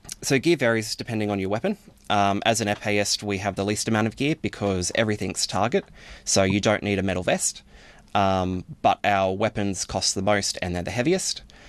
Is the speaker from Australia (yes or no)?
yes; Hawkesbury, New South Wales, Australia; I started out at Penrith, because I grew up in the Hawkesbury, started out at Penrith